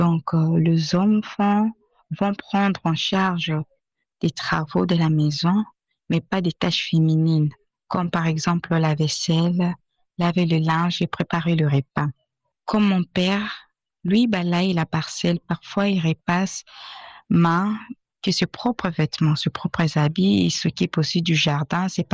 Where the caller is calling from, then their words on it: Kinshasa, DR Congo; J'habite en RDC, précisément à Kinshasa.